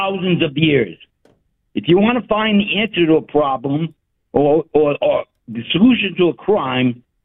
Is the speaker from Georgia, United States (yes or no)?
no; Providence, Rhode Island, United States; moved away as an adult; now in Las Vegas, United States; I grew up there, but I live in Las Vegas.